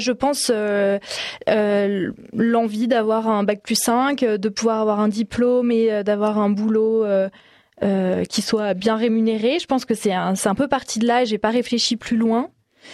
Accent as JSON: {"language": "French", "town": "Valence", "region": "Auvergne-Rhône-Alpes", "country": "France", "tie": "born or raised there", "lives_now": "Ardèche, France", "said": "Alors moi, j'ai grandi à Valence. C'est pas très loin, mais je suis plutôt team drômoise, même si maintenant je suis aussi ardéchoise dans mon cœur, bien sûr."}